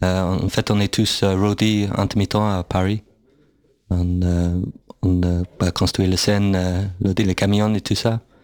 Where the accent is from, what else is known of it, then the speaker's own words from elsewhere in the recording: London, United Kingdom; C'est quand j'ai grandi à Londres … c'était vraiment la référence pour tout le monde qui écoutait le rock